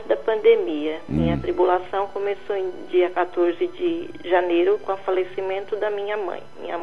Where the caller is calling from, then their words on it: Gravatal, Santa Catarina, Brazil; Eu falo de Gravatal, Santa Catarina.